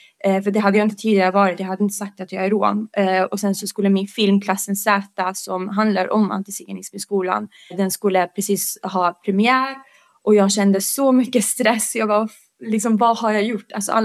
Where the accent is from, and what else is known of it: Bosnia & Herzegovina